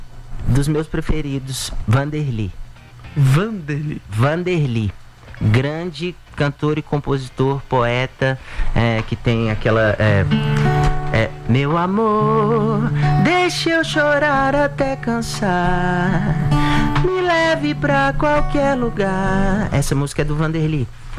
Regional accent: Belo Horizonte, Minas Gerais, Brazil

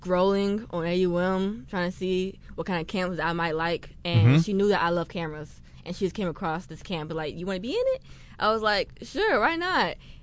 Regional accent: Prattville, Alabama, United States; I'm from the Prattville

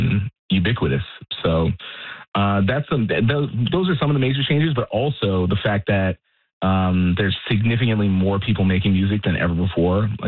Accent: Edmonton, Alberta, Canada; born there

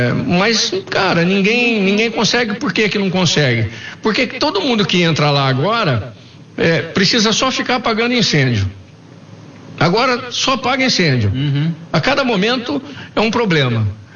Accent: Campinas, São Paulo, Brazil; eu sou de Campinas, pô, terra do Guarani, da Ponte

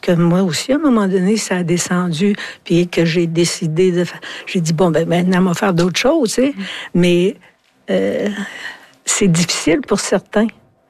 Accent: Quebec, Canada; Mais tu sais, je viens de l'Abitibi, puis je suis...

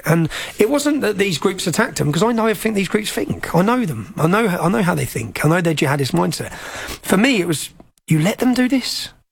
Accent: Luton, East of England, United Kingdom; I knew what would happen because I'm from Luton.

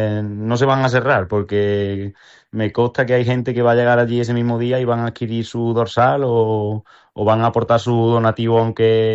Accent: Moriles, Andalusia, Spain; born or raised there

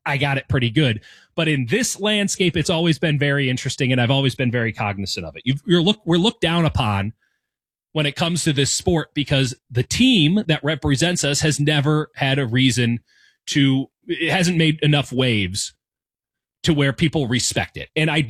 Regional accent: United States; accent: American; Speaking as an American, you probably look at me and you go, well, that guy's probably American. I open my mouth, you definitely know I'm American.

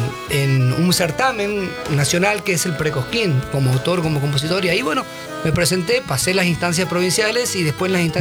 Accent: Charata, Chaco, Argentina; Cosquín 2009 fue una experiencia increíble porque yo soy de Charata. Charata es una ciudad que está en el interior de la provincia, a 300 kilómetros de Resistencia.

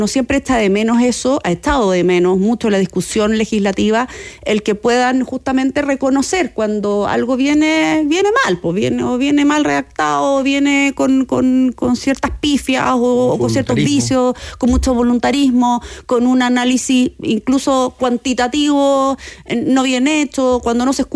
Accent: Chile; nosotros sí que tenemos experiencia como chilenos

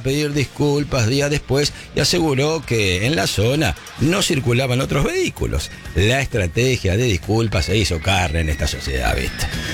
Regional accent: Argentina; Estamos acá nosotros, Somos argentinos, sí, y nos estamos extinguiendo, viejo.

